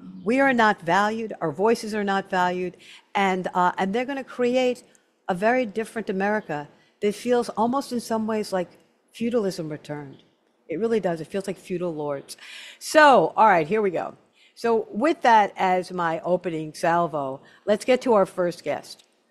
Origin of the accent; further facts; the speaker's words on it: Brooklyn, New York, United States; She's a writer living in Brooklyn, my hometown.